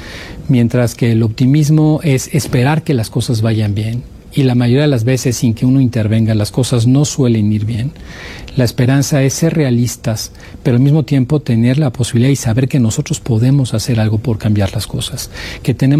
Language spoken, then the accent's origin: Spanish; Mexico; Yo, para definir quién soy, tengo que definir que nací en México. Tengo que definir que aquí crecí.